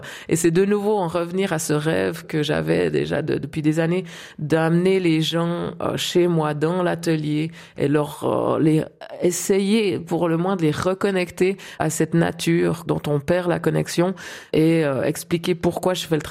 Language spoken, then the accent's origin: French; Switzerland; en tant que Suisse.